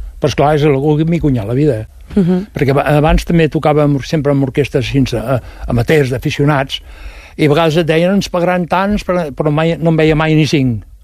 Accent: Mas Rampinyo, Catalonia, Spain; perquè soc de Marrampinyo, sabeu on és? Montcada Reixac, entre Montcada Reixac i la Llagosta hi ha Marrampinyo. Bueno, que tots eren pagesos abans

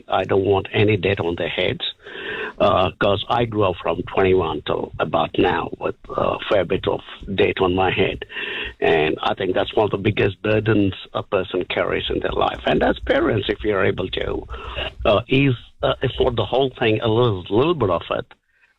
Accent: India; also born or lived in United States / United Kingdom; now in New Zealand; Would you believe I'm actually Indian?

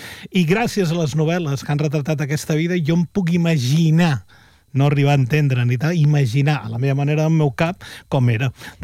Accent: L'Ametlla del Vallès, Catalonia, Spain; quan vaig composar … del meu poble

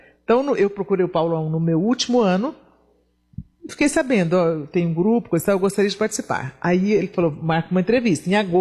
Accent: Goiás, Brazil; Porque eu só ouvia falar em Goiás, eu sou goiana, e eu morava em Goiânia na época

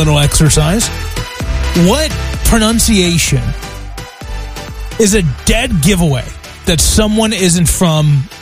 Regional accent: Roanoke, Virginia, United States; moved away; I grew up in Southwest Virginia in an area called Roanoke.

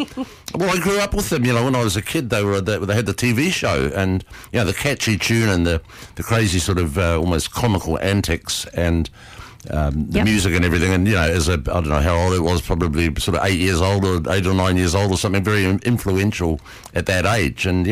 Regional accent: New Zealand; Growing up in New Zealand, we had one.

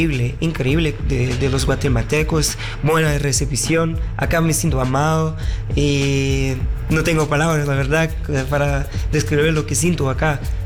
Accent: Rio de Janeiro, Brazil; en Río es que tenemos mucho la cultura de hacer fiesta afuera, aire libre. Hay también cultura de club, pero menos.

